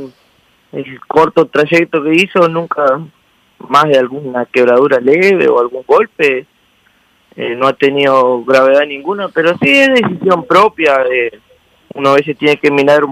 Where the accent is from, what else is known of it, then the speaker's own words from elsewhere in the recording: Montevideo, Uruguay; also born or lived in Palmitas; Mirá, yo soy nativo en Montevideo, pero a los 15 años me fui a vivir a Palmita, y bueno, y ahí es donde me inicié como montador en las criollas y eso.